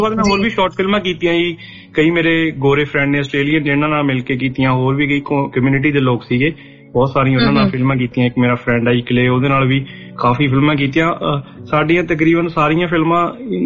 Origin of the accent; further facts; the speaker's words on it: Poola, Punjab, India; also born or lived in Cairns; now in Melbourne, Australia; ਮੈਂ ਐਕਚੁਲੀ ਪੰਜਾਬ ਤੋਂ ਬਠਿੰਡਾ ਜ਼ਿਲ੍ਹੇ ਤੋਂ ਹਾਂ ਜੀ। ਮੇਰਾ ਪਿੰਡ ਪੂਲਾ ਬਠਿੰਡੇ ਦੇ ਬਿਲਕੁਲ ਨਜ਼ਦੀਕ